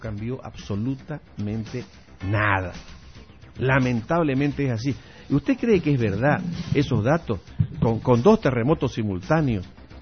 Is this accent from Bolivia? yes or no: yes; Bolivia